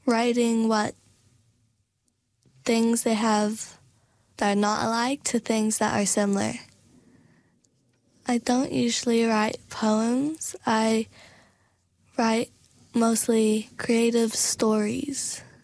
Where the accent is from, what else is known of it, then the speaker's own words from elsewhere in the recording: Philippines; As a Filipino, I realize that how I act sometimes and think and the food I eat are different to my friends and people around me.